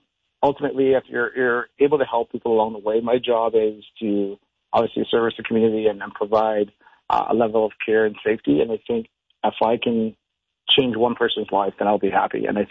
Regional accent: Barbados; I grew up back home in Barbados, and then, sort of running around in the streets

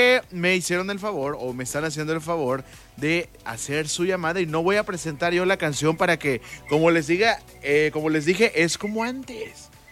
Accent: Mexico; yo también soy de ahí, oriundo de ahí, de la Laredo, de esos aguerridos de ahí de la colonia.

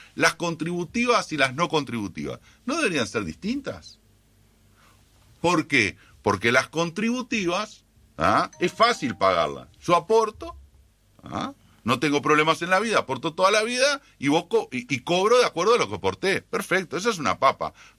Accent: Uruguay; hay cosas que nosotros debemos discutir como uruguayos de derogaciones que tiene el BPS.

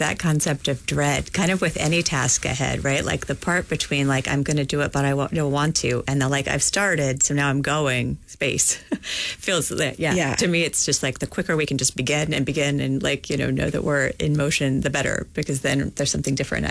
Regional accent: Kentucky, United States; moved away; growing up in Kentucky

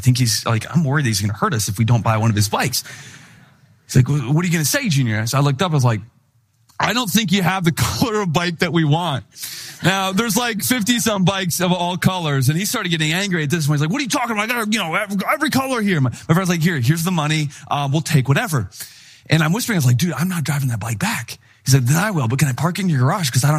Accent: Wisconsin, United States; moved away as an adult; He and I, we grew up in Wisconsin, and now we were in Chicago. We're not really wise to the whole like city life

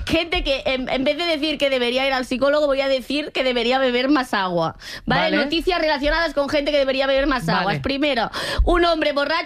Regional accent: Catalonia, Spain; Yo bebo agua porque soy catalana, ¿vale?

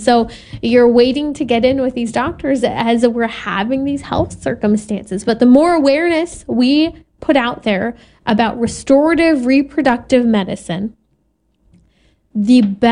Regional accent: California, United States; Other states, such as my home state of California, being called an abortion safe haven or sanctuary

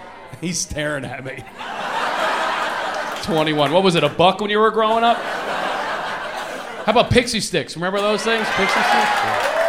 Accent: Philadelphia, Pennsylvania, United States; I grew up in Philadelphia. That's a tough neighborhood. They have stores like Toys R Us. I was a hyper kid, too.

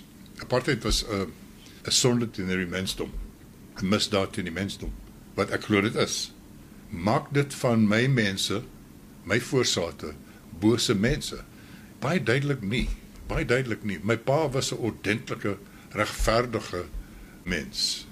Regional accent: Kroonstad, Free State, South Africa; first language Afrikaans; moved away; Ek het in Kroonstad groot geword, in 'n konservatiewe Afrikaanse Christelike huis.

